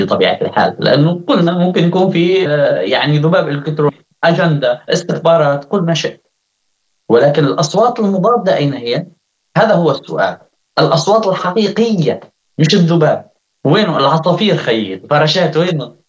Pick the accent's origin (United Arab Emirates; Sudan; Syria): Syria; As-Suwayda Governorate; أنا من السويد وشهادتي مجروحة